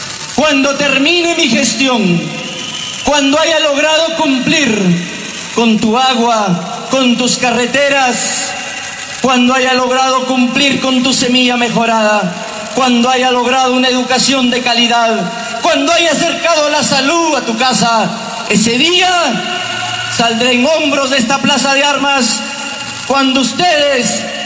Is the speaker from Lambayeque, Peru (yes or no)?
no; Otuzco, La Libertad, Peru; moved away; hoy has permitido reencontrarme acá con mi pueblo, con mi provincia de Otuzco